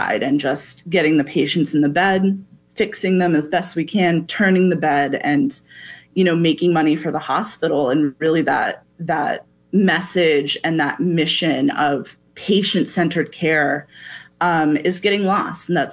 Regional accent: Burlington, Vermont, United States; now in Chicago, United States; I am from Burlington, Vermont.

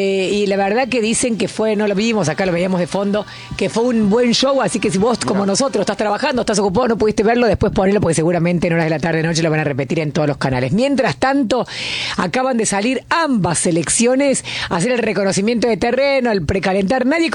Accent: Mexico; Y no voy a venderme, soy corazón mexicano.

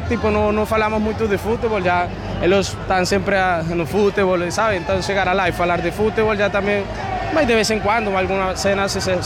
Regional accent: Colombia; moved away; eu sou colombiano

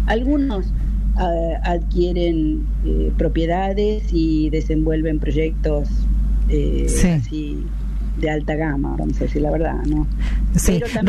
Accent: Ensenada, Buenos Aires Province, Argentina; now in Cape Verde; ahí en Ensenada, de donde yo soy

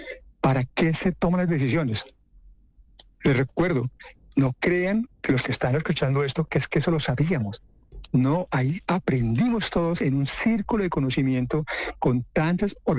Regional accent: Armenia, Quindío, Colombia; Yo acabo de llegar de mi tierra, yo soy de Armenia, sí.

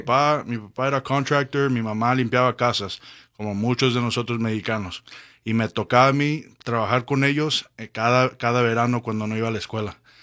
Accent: Mexico; soy mexicano y jugué de NFL.

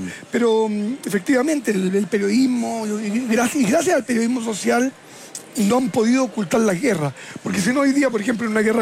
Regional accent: Chile; desde África, América del Sur, uno les dice, soy chileno, es lo mismo para ellos que un argentino

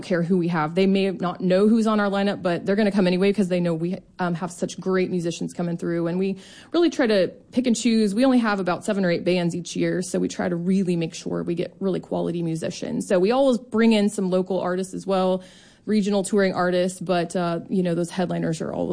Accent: Great Bend, Kansas, United States; we're from Great Bend area, rural area.

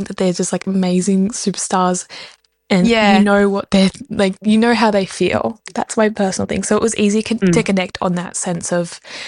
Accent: Moree, New South Wales, Australia; they'd ask me where I was from, assuming I was from Sydney, and I'd be like, Moree

